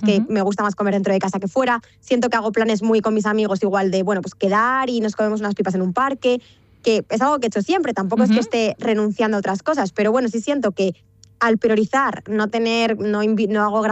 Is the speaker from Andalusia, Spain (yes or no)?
no; Cabanillas del Campo, Castilla-La Mancha, Spain; also born or lived in Cortes de Tajuña; yo soy de Guadalajara, pero soy de un pueblo de Guadalajara.